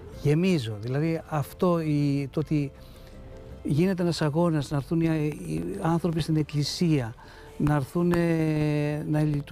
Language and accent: Greek; Volos, Thessaly, Greece; moved away as an adult; now in Portaria, Greece; Γεννήθηκα, μεγάλωσα στο Βόλο. Εκεί πήγα σχολείο, εκεί μετά έφυγα στις σχολές μου, σπούδασα, έφυγα και έλειπα τα περισσότερα χρόνια της ζωής μου.